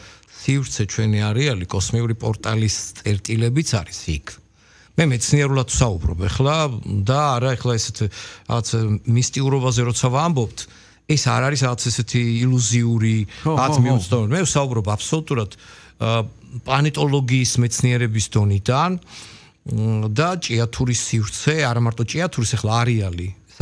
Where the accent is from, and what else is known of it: Chiatura, Imereti, Georgia; born or raised there